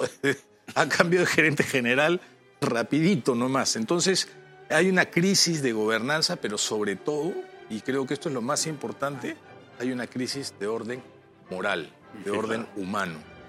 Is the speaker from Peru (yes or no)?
yes; Peru; Y somos peruanos, ¿no?